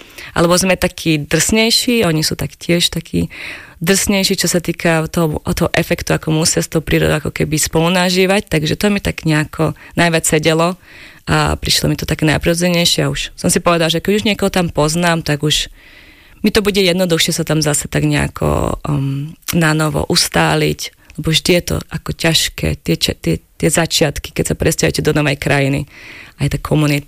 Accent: Banská Bystrica Region, Slovakia; moved away as an adult; also born or lived in Scotland / Norway / Belgium; keďže pochádzam zo Slovenska, tak mi určite ostáva láska k horám. Aj naša rodina vlastne žije tak na Donovaloch, pri Bystrici

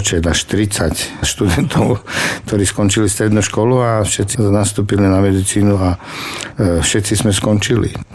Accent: Prešov, Prešov Region, Slovakia; medzi svojimi doma v Prešove, kde som si to vychutnal.

